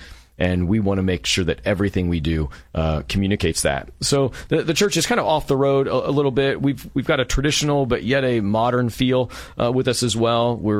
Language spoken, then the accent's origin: English; Marysville, Ohio, United States; now in Galena, United States; I planted a church before that in Marysville, which is my hometown where I mm-hmm. grew up